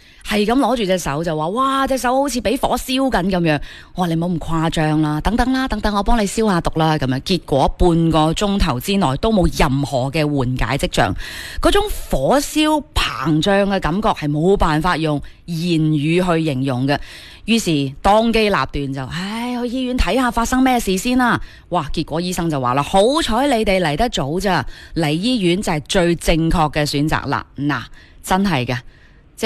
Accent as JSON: {"language": "Cantonese", "region": "Guangdong", "country": "China", "said": "我哋广东人喺屋企做海鲜，应该都系一件好常态嘅事"}